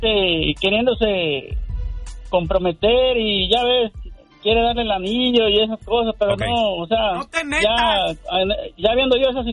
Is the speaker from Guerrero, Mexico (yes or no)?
yes; Guerrero, Mexico